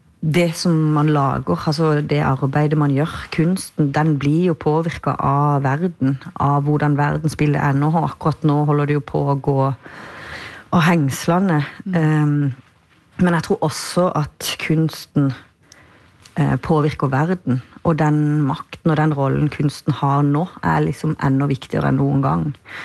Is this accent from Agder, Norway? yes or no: yes; Kristiansand, Agder, Norway; min hjemby där jag är född Kristiansand.